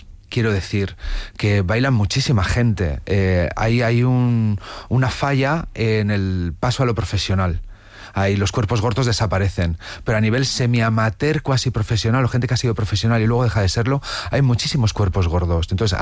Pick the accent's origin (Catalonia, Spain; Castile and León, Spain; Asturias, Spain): Castile and León, Spain; La Cistérniga; Desde pequeño, yo llegué a mi pueblo, en La Cisterniga, en Valladolid